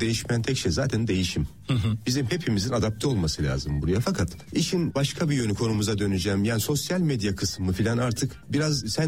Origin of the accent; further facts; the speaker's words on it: Ankara, Turkey; Ankara bizim kökenimiz.